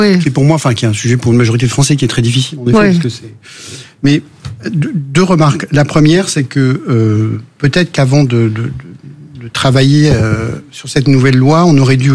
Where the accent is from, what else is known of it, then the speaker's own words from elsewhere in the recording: Auvergne-Rhône-Alpes, France; dans mon département, je suis originaire de l'Allier